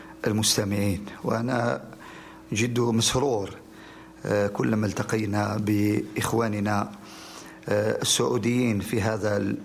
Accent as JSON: {"language": "Arabic", "country": "Algeria", "said": "في بلادنا"}